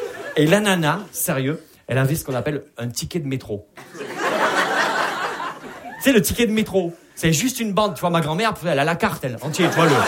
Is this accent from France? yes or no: yes; Perpignan, Occitanie, France